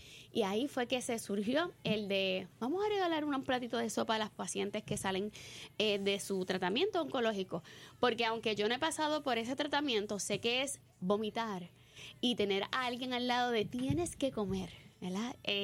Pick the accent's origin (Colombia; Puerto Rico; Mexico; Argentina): Puerto Rico; nos enseñan como puertorriqueños que la vulnerabilidad es parte del crecimiento